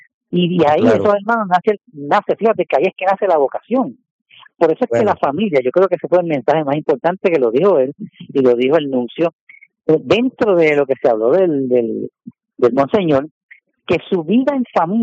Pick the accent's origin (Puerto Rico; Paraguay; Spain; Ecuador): Puerto Rico; San Juan; Yo soy de San Juan